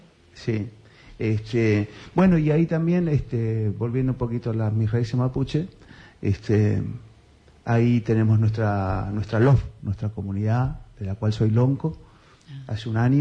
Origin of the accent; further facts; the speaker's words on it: La Plata, Buenos Aires Province, Argentina; born there; now in Ignacio Correas, Argentina; Yo nací en La Plata, pero vivo en zona rural. Ah. Sí, vivo en un pueblito que se llama Ignacio Correas, donde vivimos 400 habitantes nada más.